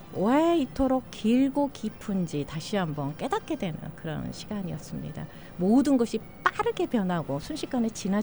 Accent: South Korea; now in United States

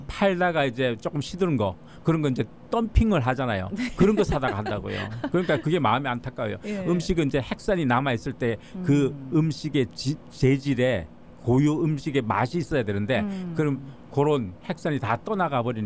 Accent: South Korea; now in California, United States

